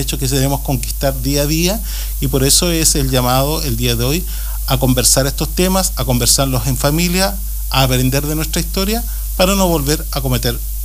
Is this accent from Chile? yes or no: yes; Chile; como chilenos, como chilenas